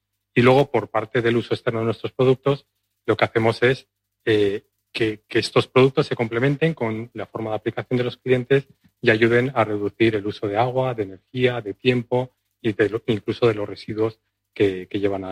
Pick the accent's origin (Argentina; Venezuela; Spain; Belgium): Spain; Valladolid, Castile and León; moved away as an adult; now in Ador, Spain; Yo soy de Valladolid